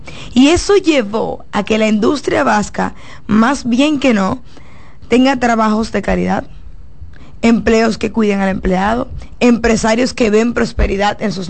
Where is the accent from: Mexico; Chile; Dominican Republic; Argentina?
Dominican Republic; Santo Domingo Oeste, Santo Domingo; yo que vengo de Santo Domingo Oeste, de Querrera, que es una zona industrial que siempre lo ha sido punta de lanza de este país